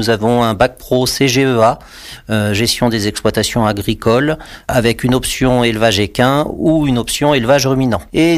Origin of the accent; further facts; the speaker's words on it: Centre-Val de Loire, France; moved away as an adult; also born or lived in Charente / Vienne / Deux-Sèvres; now in Allier, France; mon pays d'origine ou mon département d'origine qui est le 37, l'Indre-et-Loire.